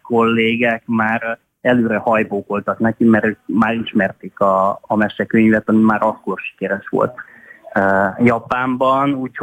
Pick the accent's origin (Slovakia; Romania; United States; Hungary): Romania; Transylvania; Hát nekem is egyébként a gyerekként én egy erdélyi faluban nőttem fel